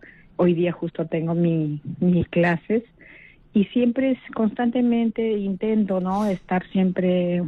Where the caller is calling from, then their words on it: Lima, Peru; en la iglesia donde yo estoy, acá en el Agustino